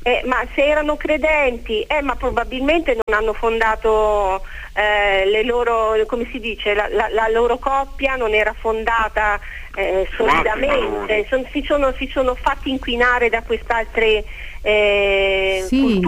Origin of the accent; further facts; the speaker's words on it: Verona, Veneto, Italy; io sono veronese